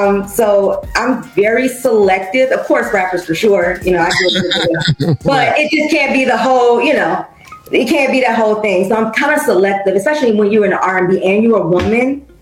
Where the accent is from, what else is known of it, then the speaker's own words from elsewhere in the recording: Chicago, Illinois, United States; I'm from Chicago.